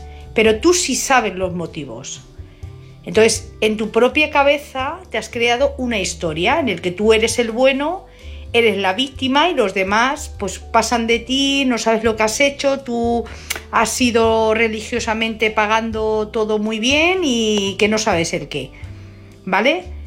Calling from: Madrid, Community of Madrid, Spain; Hola, buenas noches. … de Madrid.

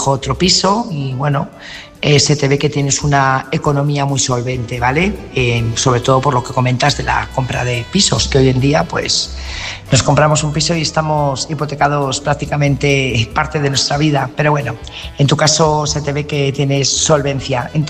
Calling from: Burgos, Castile and León, Spain; Buenas noches … corresponsal de Burgos.

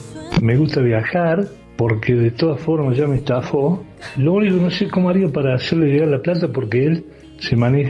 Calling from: Río Cuarto, Córdoba, Argentina; de Río Cuarto.

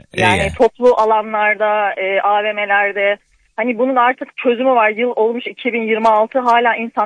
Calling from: Ankara, Turkey; Ankara'dan.

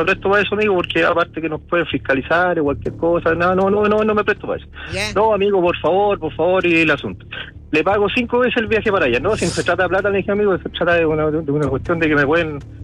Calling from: La Serena, Coquimbo, Chile; yo soy de acá de Serena.

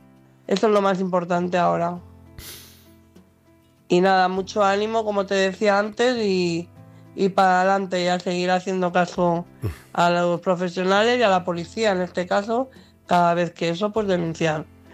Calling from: Madrid, Community of Madrid, Spain; de Madrid.

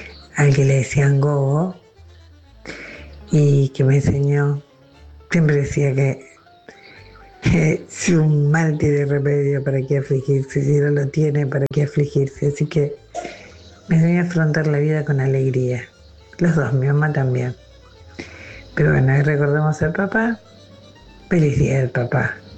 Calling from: Adrogué, Buenos Aires Province, Argentina; de Adrogué.

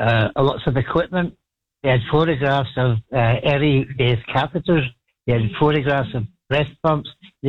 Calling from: Waikato, New Zealand; I'm ringing you from Waikato Hospital, so I have to speak on speakerphone.

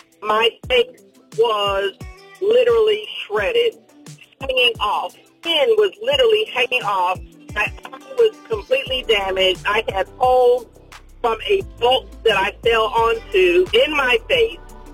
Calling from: Atlanta, Georgia, United States; I am calling from Atlanta.

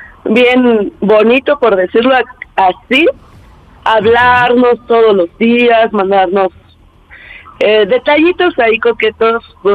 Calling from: Mexico City, Mexico; Tengo 20 años y soy de aquí, de Xochimilco

